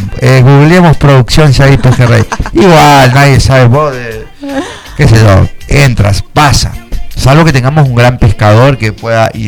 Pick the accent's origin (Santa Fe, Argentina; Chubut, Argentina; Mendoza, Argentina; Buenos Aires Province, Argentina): Buenos Aires Province, Argentina; Avellaneda; born there; Sí, yo nací en Avellaneda.